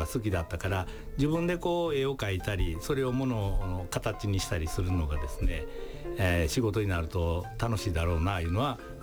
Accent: Osaka, Japan; born there; ずっと小さい頃からですね、僕大阪で生まれてるんですけれども、はい、両親が淡路島の海辺の出身なんですね。

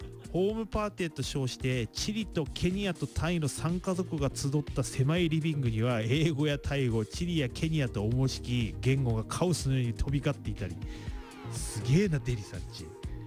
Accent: Ibaraki, Japan; accent: Ibaraki dialect; I'm from Japan. 茨城。So, 茨城 prefecture.

